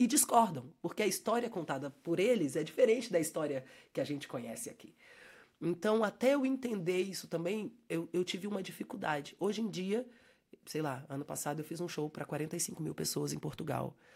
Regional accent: Santa Rita do Mutum, Minas Gerais, Brazil; moved away; also born or lived in Carangola, Minas Gerais; Eu nasci em Carangola porque era onde tinha hospital. Mas eu fui criada em Santa Rita do Mutum.

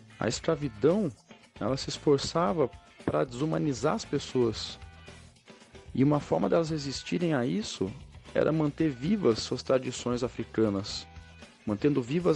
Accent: Brazil; ele estabelece elementos que constituem parte da nossa identidade nacional, ou seja, de quem somos nós, brasileiros.

